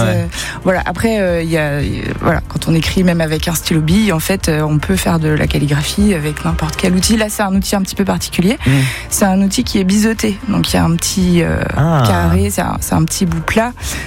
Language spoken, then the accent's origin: French; Saint-Étienne, Auvergne-Rhône-Alpes, France; je suis stéphanoise.